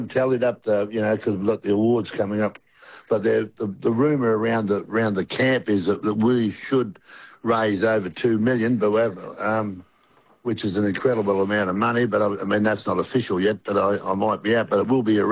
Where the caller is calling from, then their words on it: Benjeroop, Victoria, Australia; I come from a place called in Benjaroo